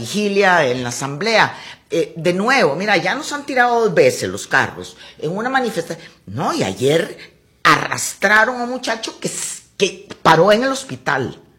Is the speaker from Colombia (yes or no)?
no; Costa Rica; una manera de ser que tenemos los costarricenses.